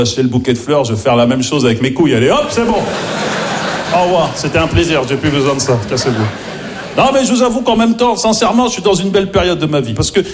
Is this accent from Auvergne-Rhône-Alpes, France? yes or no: no; Maisons-Alfort, Île-de-France, France; j'ai grandi à Maison Alfort en plus, tu vois, dans le 9-4, tu vois, j'ai grandi.